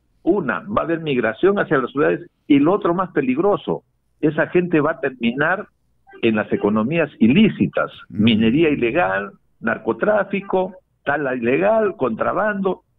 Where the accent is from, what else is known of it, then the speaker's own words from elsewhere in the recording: Camaná, Arequipa, Peru; yo soy de Arequipa, sí, de la zona de Camaná.